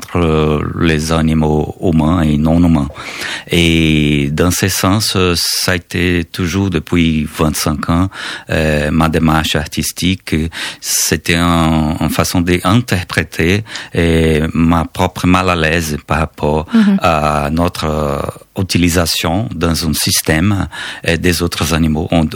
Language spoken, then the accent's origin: French; Manaus, Amazonas, Brazil; born there; French is a second language; moved away; je suis né à Manaus, dans l'Amazonie brésilienne